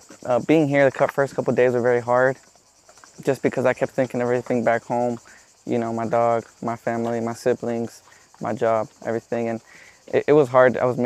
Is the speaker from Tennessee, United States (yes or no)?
no; California, United States; I'm from California.